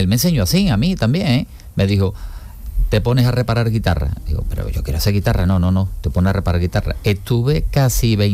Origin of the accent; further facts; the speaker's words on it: Cádiz, Andalusia, Spain; toda la familia somos gaditanos.